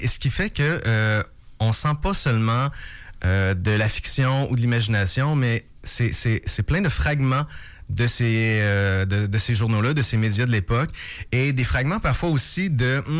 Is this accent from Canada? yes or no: yes; Quebec, Canada; dans la Beauce. C'est aussi ma région d'origine